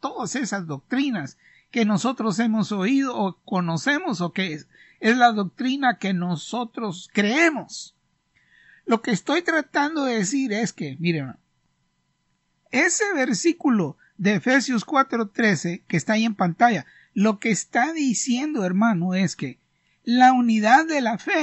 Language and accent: Spanish; Honduras; yo soy de Honduras